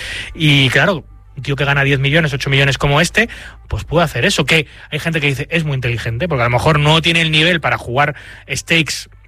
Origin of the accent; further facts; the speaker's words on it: Spain; Como español, tú en Estados Unidos presentas tu tarjeta fiscal española o tu residencia en España.